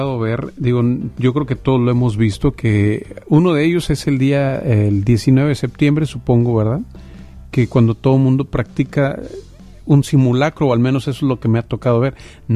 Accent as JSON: {"language": "Spanish", "town": "Culiacán", "region": "Sinaloa", "country": "Mexico", "said": "Yo como culichi"}